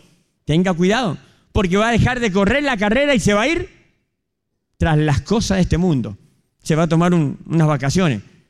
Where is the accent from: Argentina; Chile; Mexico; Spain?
Argentina; Todos somos argentinos.